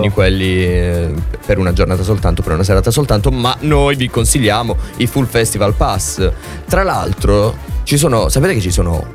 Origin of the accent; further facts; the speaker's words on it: Noci, Apulia, Italy; perché io sono di Noci, certo, quindi provincia di Bari